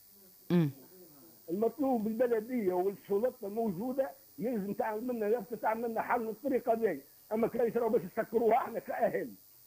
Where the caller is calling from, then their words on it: Oum El Araies, Gafsa Governorate, Tunisia; من العرايس.